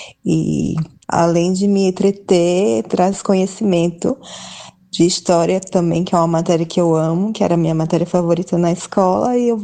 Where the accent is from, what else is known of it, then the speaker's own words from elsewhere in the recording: Maceió, Alagoas, Brazil; eu sou de Maceió